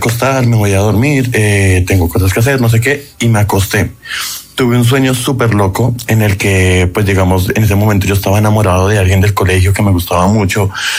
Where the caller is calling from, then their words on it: Bogotá, Colombia; En este momento estoy en San Javier, desde Medellín, pero realmente vivo en Bogotá, estoy de vacaciones.